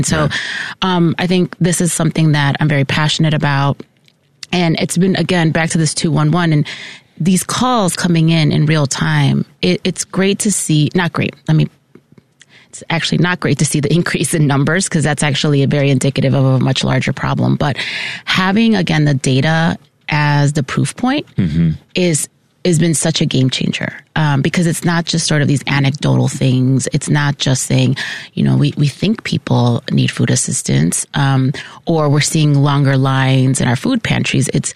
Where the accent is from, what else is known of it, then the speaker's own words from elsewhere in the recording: Chicago, Illinois, United States; as somebody, again, who's born and raised in Chicago, lifelong Chicago